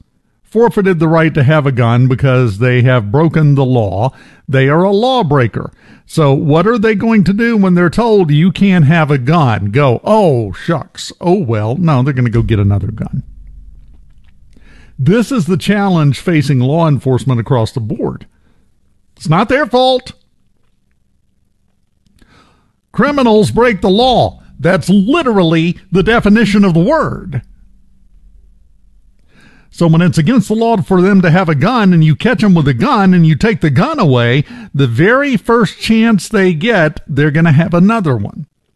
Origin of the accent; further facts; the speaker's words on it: Macomb, United States; born there; I was born in Macomb in 1967 in the old city hospital downtown, the big abandoned building now.